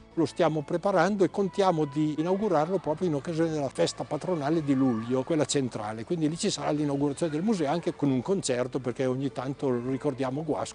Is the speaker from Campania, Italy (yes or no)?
no; Solero, Piedmont, Italy; born there; Solero è il mio paese natale, è il paese nel quale la mia famiglia … è attestata da...